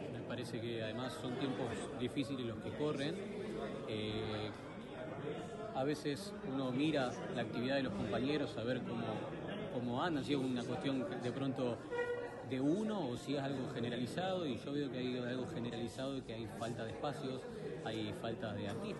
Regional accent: Buenos Aires, Argentina; yo soy porteño

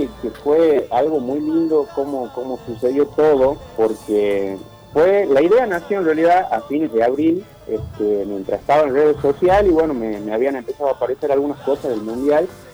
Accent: Lules, Tucumán, Argentina; yo soy de Lule.

